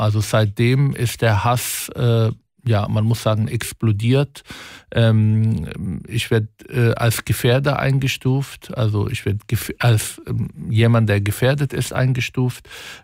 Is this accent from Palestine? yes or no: yes; Palestine; Und ich bin Palästinenser und vor allem, weil ich Palästinenser bin, bin ich nicht bereit, die Wege zu gehen, die man seit 80 Jahren geht und scheitert.